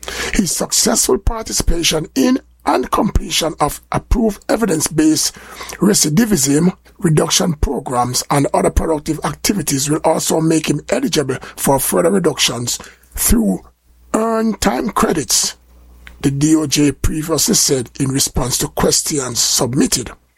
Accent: Jamaica; If you don't like me as a Jamaican, just because I'm a Jamaican

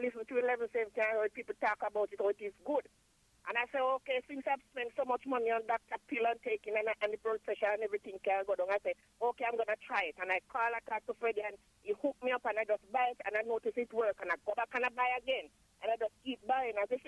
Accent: Jamaica; moved away; Since I have him, I'm hypertension from Jamaica. Since I come, and then I'm here, I'm still taking blood pressure pills.

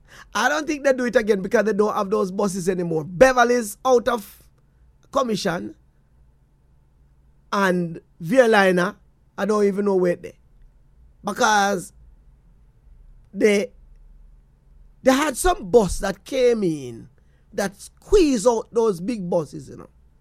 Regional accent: Portland Cottage, Clarendon, Jamaica; Oh, we come from Portland Cottage.

